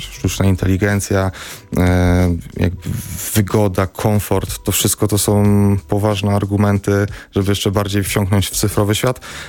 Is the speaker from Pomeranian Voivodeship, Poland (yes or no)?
yes; Gdańsk, Pomeranian Voivodeship, Poland; Bo my jesteśmy z Gdańska, więc najczęściej przychodzimy na strefy spotkań w Gdańsku.